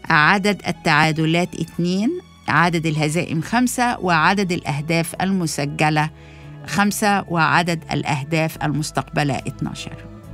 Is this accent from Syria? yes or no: no; Egypt; أنا فخورة إن أنا أكون مصرية